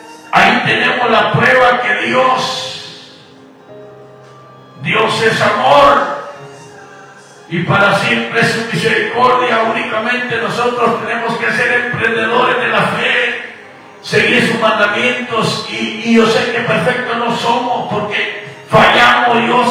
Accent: Guatemala; moved away; tengo un padre celestial que me vine emigrante de por allá de Guatemala. Y mira, estoy aquí en este país bendecido.

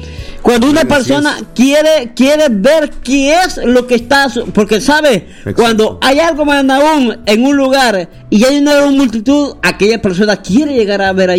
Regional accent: El Salvador; como los salvadoreños decimos

